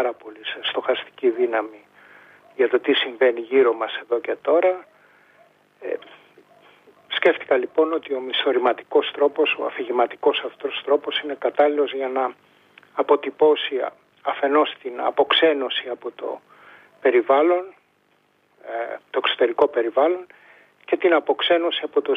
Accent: Thessaloniki, Central Macedonia, Greece; μεγάλωσα στη Θεσσαλονίκη

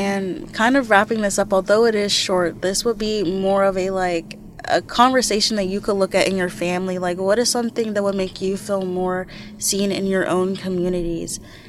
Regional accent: United States; born there; And I'm a high school student at City High, and although I was born in the United States

